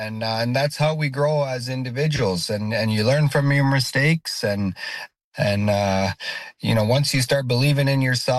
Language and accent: English; Nunavut, Canada; growing up in Nunavut has allowed me to stay humbled